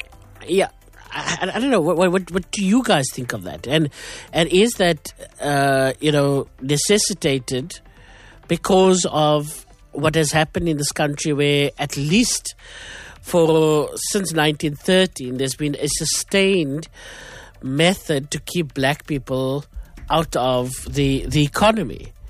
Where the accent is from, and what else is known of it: South Africa